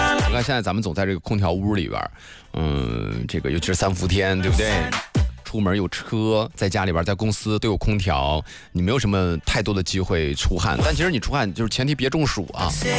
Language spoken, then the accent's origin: Chinese; Nangong, Hebei, China; now in Shijiazhuang, China; 我的家乡邢台南宫就说不扎下